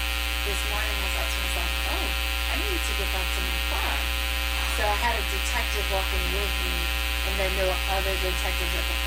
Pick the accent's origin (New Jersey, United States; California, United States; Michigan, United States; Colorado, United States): New Jersey, United States; Vineland; Sure, and I'm a Vineland girl, I always say that, and I'm proud to be a Vineland public school graduate.